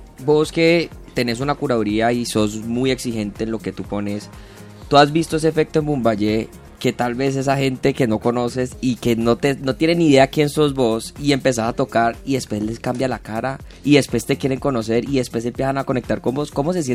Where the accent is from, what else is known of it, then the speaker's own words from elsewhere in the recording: Cali, Valle del Cauca, Colombia; somos unos caleños